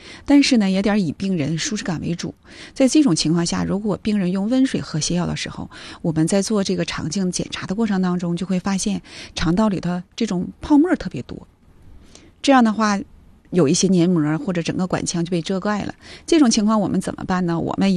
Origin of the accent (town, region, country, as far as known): China